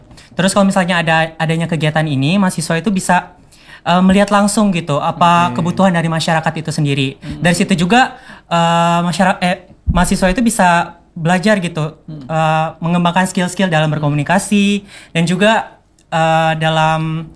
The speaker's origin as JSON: {"language": "Indonesian", "region": "Central Kalimantan", "country": "Indonesia", "said": "saya orang Bartim juga."}